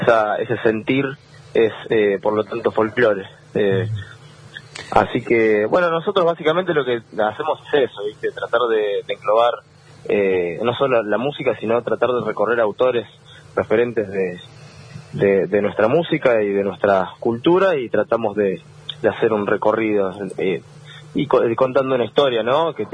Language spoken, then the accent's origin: Spanish; Bahía Blanca, Buenos Aires Province, Argentina; now in Buenos Aires, Argentina; yo soy oriundo de acá, de Bahía Blanca. Actualmente vivo en Capital Federal.